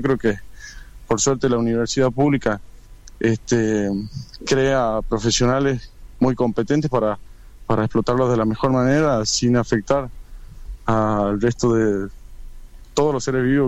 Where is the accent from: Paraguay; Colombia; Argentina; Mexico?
Argentina; Yo quiero trabajar en mi país, es lo que quiero.